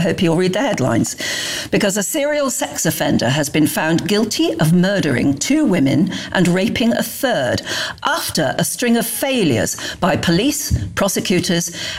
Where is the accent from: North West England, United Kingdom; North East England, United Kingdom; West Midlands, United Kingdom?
West Midlands, United Kingdom; I was brought up in Worcestershire, very near Evesham, which is Evesham Vale, which is apple-growing country